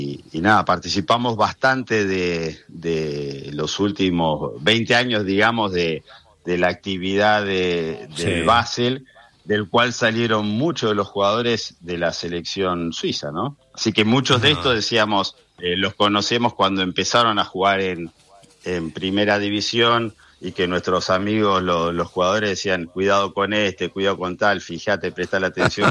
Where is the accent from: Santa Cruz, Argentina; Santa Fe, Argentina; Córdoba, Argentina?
Santa Cruz, Argentina; Río Gallegos; Yo soy de Río Gallegos.